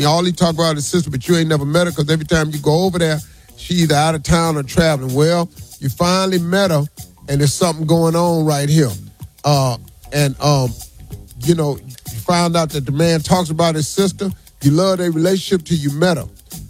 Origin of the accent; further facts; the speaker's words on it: Welch, West Virginia, United States; I grew up in Welch, West Virginia. Been around them a good part of my life.